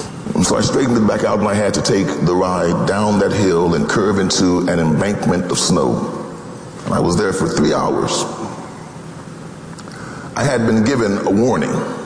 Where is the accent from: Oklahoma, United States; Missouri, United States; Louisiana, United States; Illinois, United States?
Illinois, United States; Chicago; I'm from Chicago, I'm used to snow